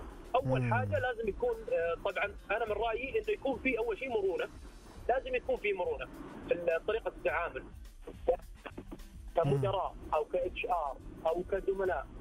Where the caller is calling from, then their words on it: Riyadh, Riyadh Province, Saudi Arabia; من الرياض.